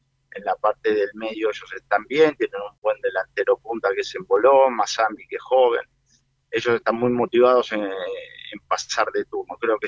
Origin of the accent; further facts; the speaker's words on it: San Miguel, Buenos Aires Province, Argentina; now in Europe; Soy el mismo de San Miguel, nada más que sin pelo.